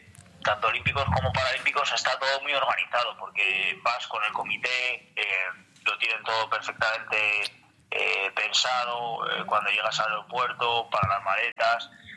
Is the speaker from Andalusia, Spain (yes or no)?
no; Buitrago de Lozoya, Community of Madrid, Spain; en mi pueblo, en Buitrago de Lozoya